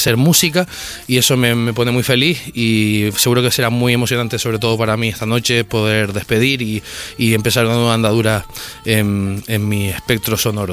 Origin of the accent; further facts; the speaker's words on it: Canary Islands, Spain; vivimos en la periferia, al final formamos parte de África geográficamente, por estado formamos parte de España, no sé si por suerte o por desgracia, pero bueno, formamos parte de España, y al final siempre es complicado vivir en periferia